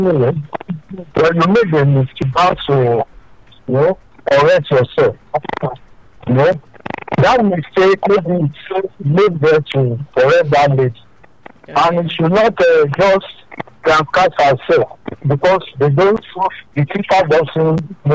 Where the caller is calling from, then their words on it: Nigeria; I'm calling from Obawale.